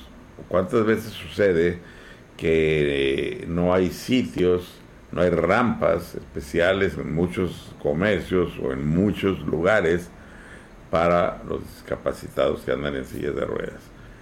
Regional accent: Mexico

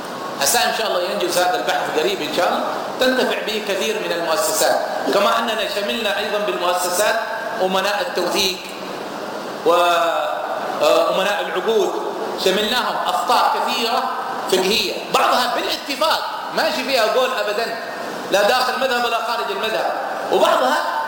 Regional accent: Yemen; عندنا في اليمن

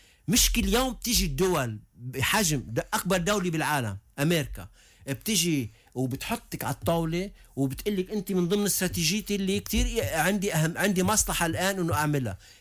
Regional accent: Lebanon; على الاخر خليجي بمحل بيصدمك كلبنانيه طبعا.

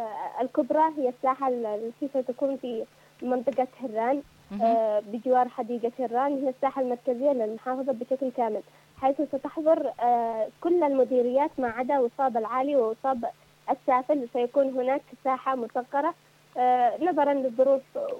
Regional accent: Yemen; بالنسبة لنا كيمنيين ويمنيات

